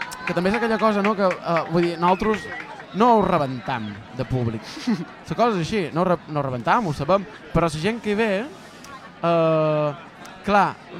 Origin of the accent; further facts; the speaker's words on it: Menorca, Balearic Islands, Spain; nosaltres som de Menorca